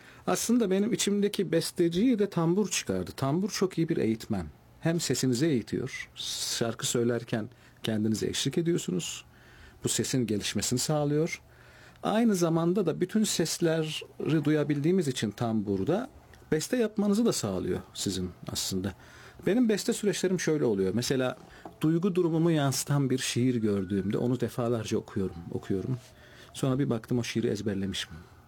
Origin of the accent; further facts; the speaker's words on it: Elbistan, Kahramanmaraş, Turkey; born there; moved away as an adult; also born or lived in Sivas; ben aslında biliyorsunuz Kahramanmaraş Elbistan doğumluyum.